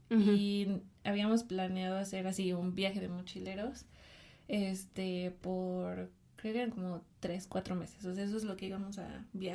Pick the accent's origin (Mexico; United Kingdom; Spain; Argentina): Mexico; moved away as an adult; also born or lived in Thailand; somos mexicanos